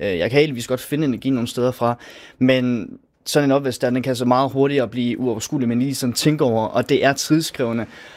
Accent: Hvalpsund, North Denmark Region, Denmark; moved away as an adult; now in Hobro, Denmark; jeg kommer fra Hvalpsund af, så jeg kommer altså ikke fra hverken Mariefjord Kommune af, eller fra Hobro af. Jeg kommer altså udefra

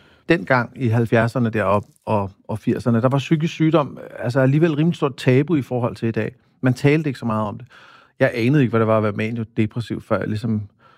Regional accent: Copenhagen, Capital Region of Denmark, Denmark; born or raised there

